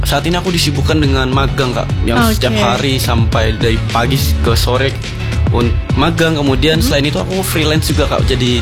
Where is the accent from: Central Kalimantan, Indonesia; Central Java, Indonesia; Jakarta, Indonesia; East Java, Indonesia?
Central Kalimantan, Indonesia; Pangkalan Bun; Aku dari Kalimantan Tengah, Kak, tepatnya di Pangkalan Bun.